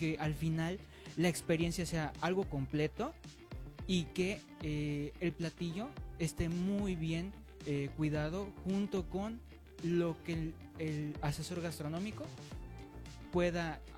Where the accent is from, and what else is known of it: Mexico